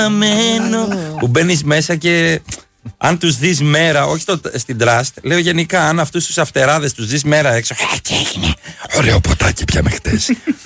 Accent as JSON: {"language": "Greek", "town": "Menidi", "region": "Attica", "country": "Greece", "also_born_or_lived": "Liosia", "said": "Έχει χάρη που είμαι από το Μενίδη και τα λιώσια. Μπορώ να το πω εγώ."}